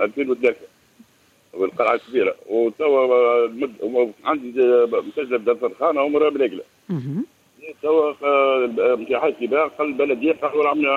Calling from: Kalâa Kebira, Sousse Governorate, Tunisia; من قرعة كبيرة

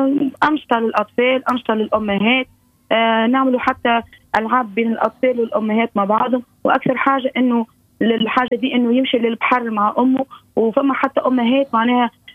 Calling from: Sousse, Sousse Governorate, Tunisia; أنا توا من سوسة.

